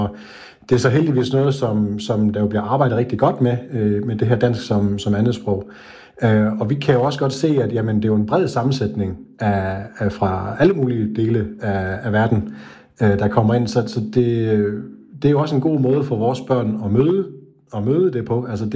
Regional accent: Region of Southern Denmark, Denmark; now in Odense, Denmark; så er vi jo tilflyttere fra Sønderjylland, så vi kendte ikke faktisk overhovedet landskabet i Odense sådan rigtig skolemæssigt.

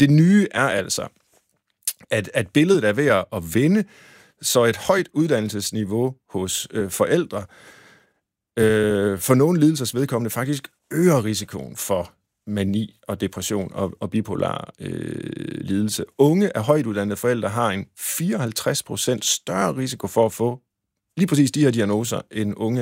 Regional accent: Tjørring, Central Denmark Region, Denmark; for jeg er vokset op ved Gøstrup, altså i Tjøring, men det ligger lige ved siden af

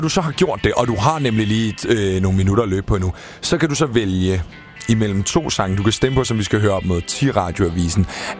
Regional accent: Copenhagen, Capital Region of Denmark, Denmark; Jeg som københavner

